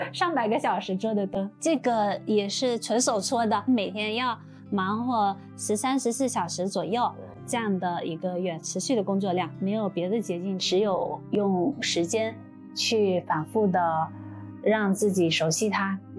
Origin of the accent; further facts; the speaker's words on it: Wenzhou, Zhejiang, China; 我的老家温州廖发墓是一个国家级非遗